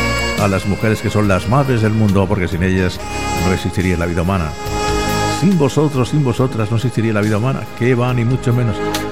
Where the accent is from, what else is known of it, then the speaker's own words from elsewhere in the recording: Córdoba, Andalusia, Spain; Por Cartagena, por Córdoba, mi tierra